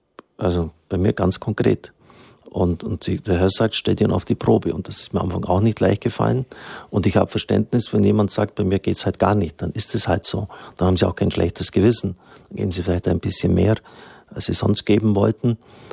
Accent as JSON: {"language": "German", "region": "Swabia", "country": "Germany", "said": "ich bin ja auch ein Schwabe"}